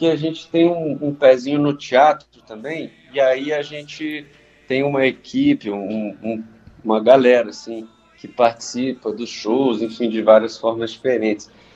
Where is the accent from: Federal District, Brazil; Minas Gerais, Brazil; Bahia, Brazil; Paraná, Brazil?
Federal District, Brazil; Taguatinga; Eu mesmo sou de Taguatinga.